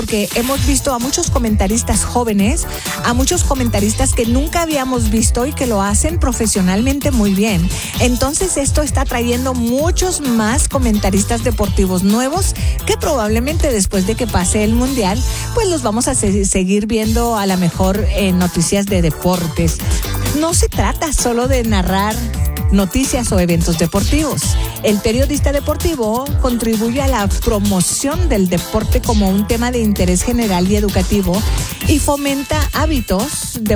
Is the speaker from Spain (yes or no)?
no; Mexico; Nosotros, bueno, yo como mexicana, pues claro que quiero que gane México.